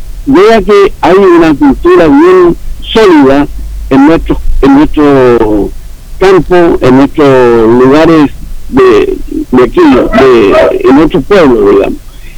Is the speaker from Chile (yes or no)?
yes; Lolol, O'Higgins, Chile; Somos de Lolol, yo soy de Lolol